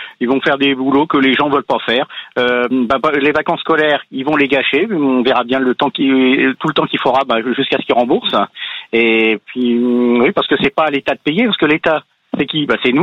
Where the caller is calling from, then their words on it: Bernay, Normandy, France; Je suis à côté de Bernay